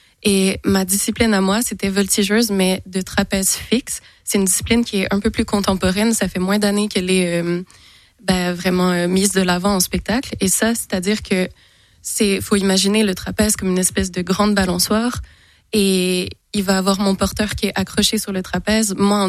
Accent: Châteauguay, Quebec, Canada; moved away as an adult; also born or lived in Montreal; now in Besançon, France; Châteauguay, j'ai quand même grandi devant la rivière

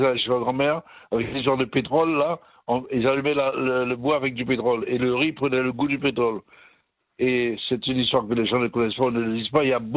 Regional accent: French Guiana; moved away; Chez nous, en Guyane, on ne connaît pas ça.

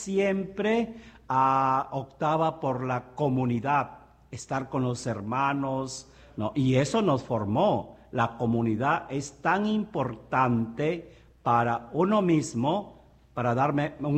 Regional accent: Chulucanas, Piura, Peru; nosotros en Chulucanas fuimos aprendiendo de él

